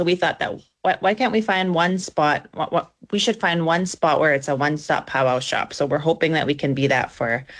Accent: Grand Rapids, Manitoba, Canada; now in Winnipeg, Canada; I'm from Misapaistik Cree Nation in Grand Rapids, Manitoba. So, I was inspired to open my fabric store, fabric and cap supply store, when we moved to Winnipeg.

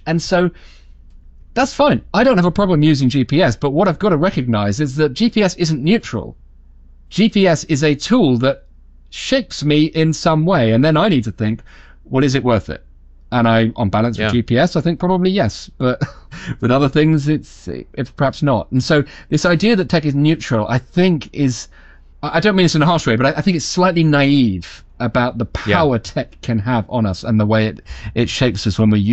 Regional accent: United Kingdom; And then because I'm British, I finished by saying thank you to AI

